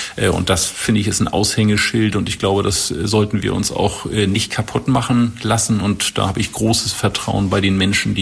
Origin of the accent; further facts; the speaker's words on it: Eckernförde, Schleswig-Holstein, Germany; obwohl ich ja Ehrenmitglied des BC 78 in meiner Heimatstadt Eckernförde bin.